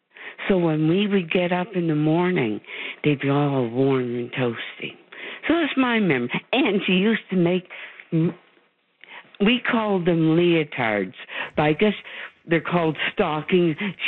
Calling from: St. John's, Newfoundland and Labrador, Canada; Calling from St. John's, Newfoundland. And I've lived in all the Atlantic provinces.

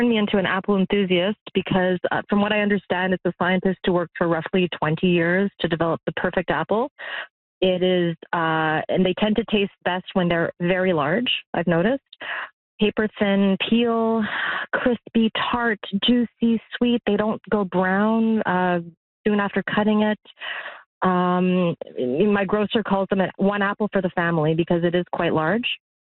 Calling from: Montreal, Quebec, Canada; Pointe St. Charles in Montreal.

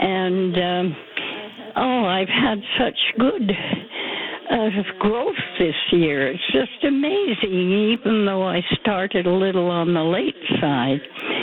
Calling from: Calgary, Alberta, Canada; Northwest Calgary. We live just below Nose Hill.

